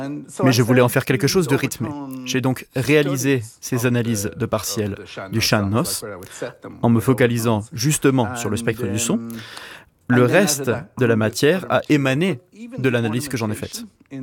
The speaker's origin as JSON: {"language": "French", "town": "Dublin", "region": "Leinster", "country": "Ireland", "tie": "born or raised there", "said": "même si j'ai grandi à Dublin, mes parents venaient du comté de Kerry, au sud-ouest"}